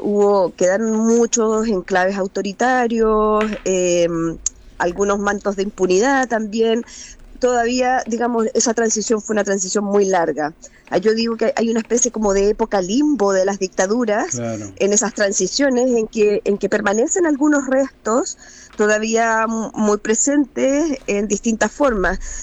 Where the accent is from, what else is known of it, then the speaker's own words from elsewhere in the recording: Chile; Yo y mi hermana somos las únicas chilenas.